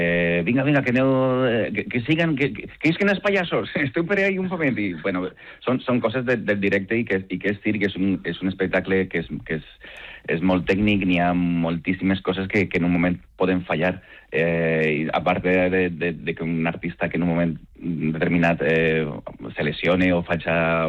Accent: Alicante, Valencian Community, Spain; Com soc alacantí i estic molt orgullós de la meva terra

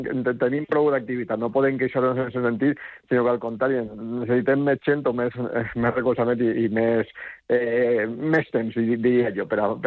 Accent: Valencian Community, Spain; som periodistes, però també som valencians

